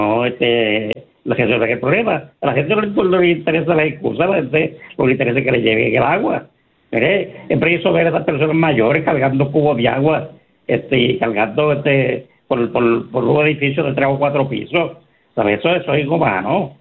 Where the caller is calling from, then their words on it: Caguas, Puerto Rico; está a 75 grados hoy la temperatura aquí en Cagua.